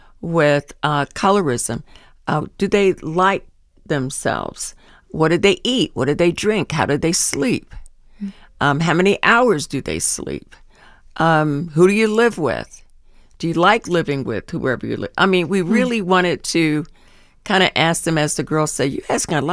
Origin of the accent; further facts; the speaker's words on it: Philadelphia, Pennsylvania, United States; But it also represents a street song that I grew up with when I was in Philadelphia, when I grew up in Philadelphia.